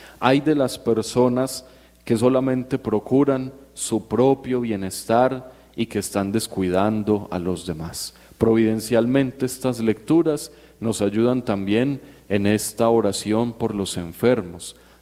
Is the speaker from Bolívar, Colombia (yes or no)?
no; Antioquia, Colombia; accent: paisa; yo soy, hablo paisa, yo no soy nigeriano